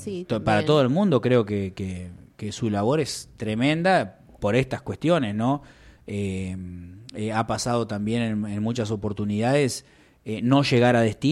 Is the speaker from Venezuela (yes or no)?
no; Valcheta, Río Negro, Argentina; born there; Yo de Balcheta. Yo nací en Balcheta.